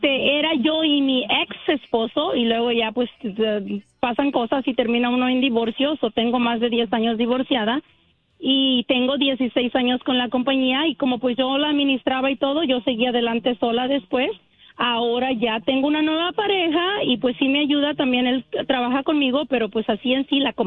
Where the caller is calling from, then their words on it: Guerrero, Mexico; yo soy de Guerrero.